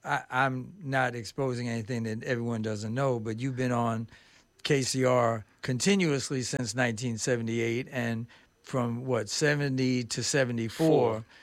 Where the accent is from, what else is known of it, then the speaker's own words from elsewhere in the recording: Mount Vernon, New York, United States; I grew up in Mount Vernon, and I have no age issues. Like I said, I just turned 72